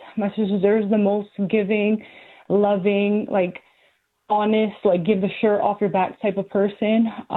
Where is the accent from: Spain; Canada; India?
Canada; Winnipeg, Manitoba; now in United States; I am originally from Winnipeg, Manitoba. But I married military, so I live in the States now.